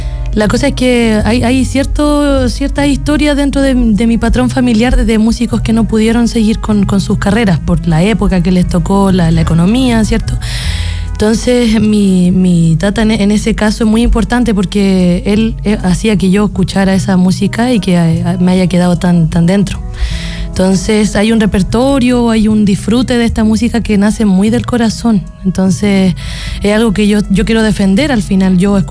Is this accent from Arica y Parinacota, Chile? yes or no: no; Buin, Santiago Metropolitan Region, Chile; born there; cerca de Buin, que es donde yo nací